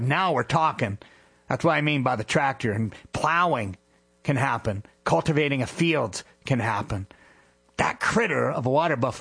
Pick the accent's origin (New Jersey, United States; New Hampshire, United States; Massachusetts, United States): New Hampshire, United States; I grew up in New Hampshire, so I'm, you know, just north of here.